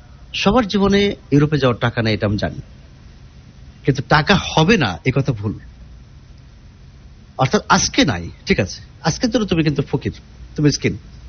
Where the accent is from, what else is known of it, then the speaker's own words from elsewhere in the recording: Kushtia, Khulna Division, Bangladesh; অনেক মানুষ আসতে চায় দূরের থেকে, রংপুর, দিনাজপুর, আমার বাড়ি যেমন কুষ্টিয়া, সিলেট, চট্টগ্রাম, সারা দেশ থেকে আসে।